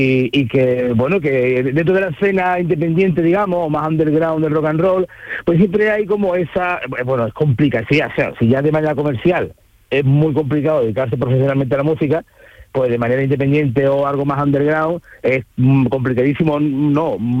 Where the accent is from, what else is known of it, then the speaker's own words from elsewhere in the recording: Ronda, Andalusia, Spain; Pues mira, yo soy de Ronda.